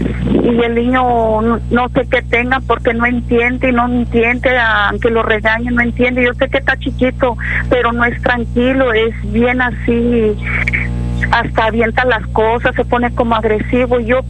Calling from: Matamoros, Tamaulipas, Mexico; soy de aquí de Matamoros

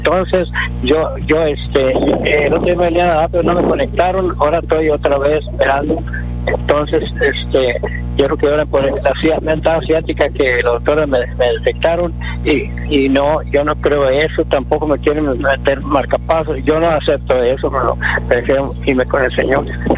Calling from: Brownsville, Texas, United States; Ahorita de Brownsville, Texas.

